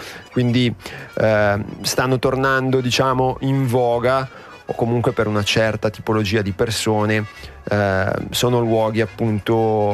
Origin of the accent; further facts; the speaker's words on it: Cardano al Campo, Lombardy, Italy; moved away; also born or lived in Varese; io sono italiano, nato a Varese, cresciuto a Cardano al Campo, che è una città, però è un piccolo paese della provincia di Varese.